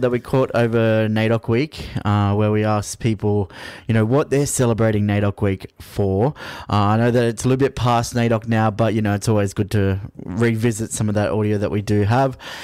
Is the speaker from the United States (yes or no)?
no; Coffs Harbour, New South Wales, Australia; I'm a proud Gumbangi man born and raised in Coffs Harbour.